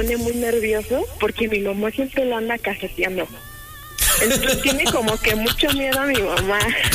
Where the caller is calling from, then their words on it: Zumpango, State of Mexico, Mexico; yo vivo en Zumpango con él.